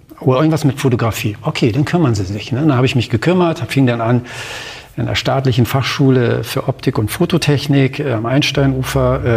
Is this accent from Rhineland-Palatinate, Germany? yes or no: no; Berlin, Germany; ich bin in Ost-Berlin groß geworden.